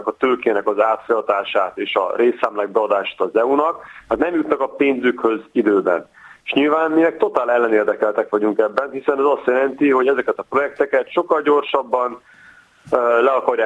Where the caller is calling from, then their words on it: Budapest, Hungary; én is ilyen részben óbudai vagyok